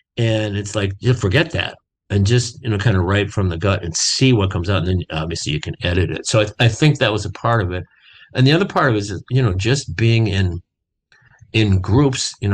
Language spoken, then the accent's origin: English; Austin, Minnesota, United States; I grew up in Austin, Minnesota, which is about 100 miles south of Minneapolis